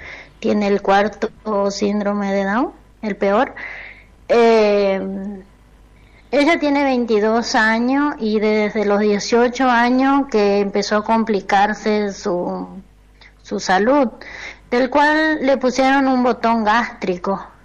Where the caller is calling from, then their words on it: Juan José Castelli, Chaco, Argentina; Yo soy de Juan José Castelli.